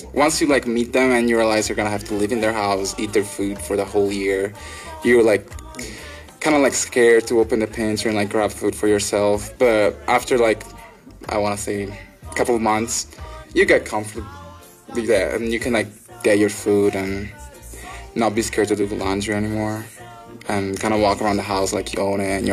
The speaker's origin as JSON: {"language": "English", "town": "Milan", "region": "Lombardy", "country": "Italy", "second_language": "English", "lives_now": "United States", "said": "So, I'm from Milan. It's a pretty big city with about like 3 million people living there. I would say bigger than Denver."}